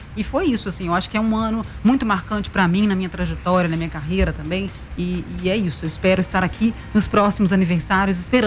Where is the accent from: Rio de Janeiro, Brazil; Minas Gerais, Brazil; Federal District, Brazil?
Minas Gerais, Brazil; Patrocínio; eu fiz Rádio News em Brasília, e eu fui para Patrocínio, minha cidade natal. Fiquei lá um tempinho na pandemia, e fiz rádio lá também.